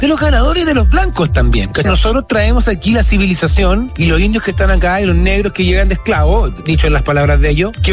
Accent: Chile; el historia de Chile mestizo, porque tampoco podemos renunciar a nuestra raíz española y no hay por qué hacerlo, ¿no? Somos españoles también. Somos mestizos

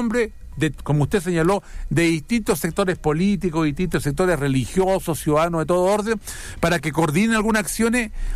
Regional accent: Calama, Antofagasta, Chile; nosotros que somos porfiados, rebeldes de Calama

